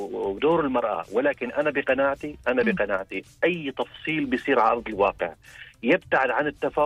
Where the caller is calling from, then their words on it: Syria; أنا نحن مثلا أنا من سوريا مثلا، أنا من سوريا